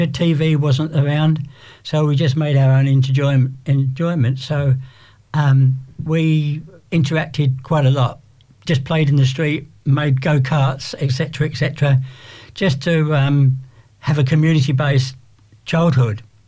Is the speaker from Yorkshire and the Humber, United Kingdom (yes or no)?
no; London, United Kingdom; moved away as an adult; also born or lived in Melbourne, Australia; now in Sydney, Australia; Growing up in London in teenage years